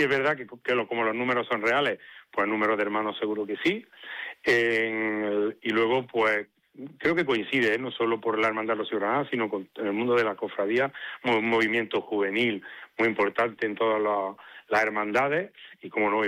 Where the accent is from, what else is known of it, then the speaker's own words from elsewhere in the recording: Granada, Andalusia, Spain; Entendemos que también nos corresponde como ciudadanos granadinos empujar también en ese sentido.